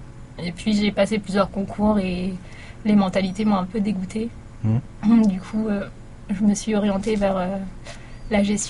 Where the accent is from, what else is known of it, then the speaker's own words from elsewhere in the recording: Brittany, France; Moi, je viens de Bretagne.